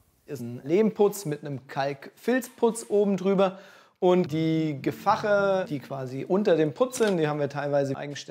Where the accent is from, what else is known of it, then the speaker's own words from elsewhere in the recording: Rhine-Main area, Germany; moved away; also born or lived in Berlin; Als wir 2017 von Berlin zurück ins Rhein-Main-Gebiet gezogen sind, haben wir nach einem Einfamilienhaus zum Sanieren und Renovieren gesucht. Wir kommen beide hier aus dem Ort und wollten auch, dass unsere Kinder eben in der Kleinstadt aufwachsen